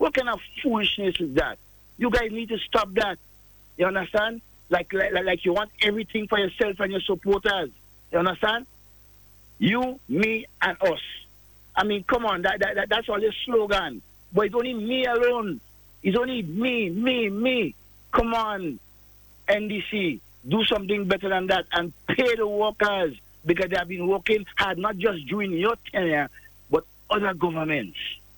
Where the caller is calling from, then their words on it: Grenada